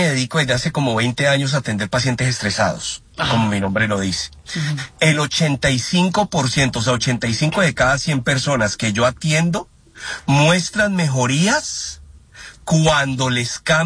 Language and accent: Spanish; Colombia